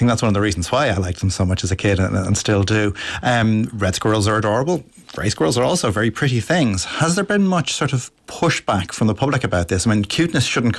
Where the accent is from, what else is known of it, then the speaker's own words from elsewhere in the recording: Leinster, Ireland; When I was growing up in South County Dublin, I lived very near to Killiney Hill. My mother's still there.